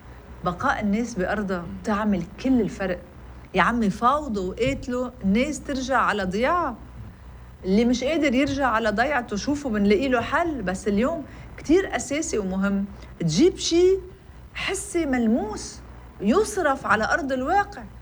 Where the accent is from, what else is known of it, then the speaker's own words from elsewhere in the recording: Lebanon; نحن فيه كلبنانيين